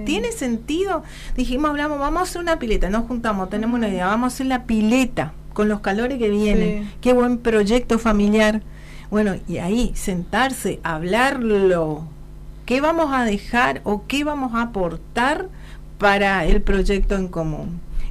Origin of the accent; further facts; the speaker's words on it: Puerto Rico, Misiones, Argentina; now in Posadas, Argentina; quiero recordar mi pueblo, Puerto Rico.